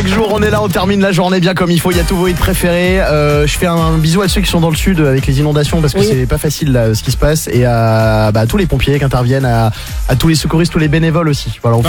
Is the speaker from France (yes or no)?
yes; Saintes, Nouvelle-Aquitaine, France; Et j'ai passé mon enfance à dire que je venais de La Rochelle alors que c'était à 45 minutes de Sainte.